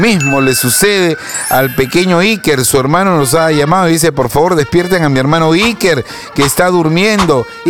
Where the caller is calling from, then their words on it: Trujillo, La Libertad, Peru; Buenos días … de Trujillo.